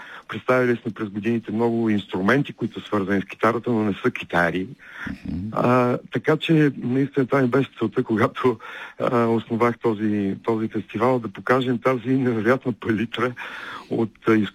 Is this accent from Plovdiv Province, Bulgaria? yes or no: yes; Plovdiv, Plovdiv Province, Bulgaria; аз съм пловдивчанин и сърцето ми е в този град